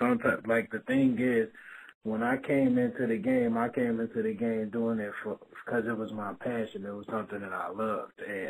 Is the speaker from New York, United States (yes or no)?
no; St. Louis, Missouri, United States; when I told the crowd that I was from St. Louis, people laughed at me.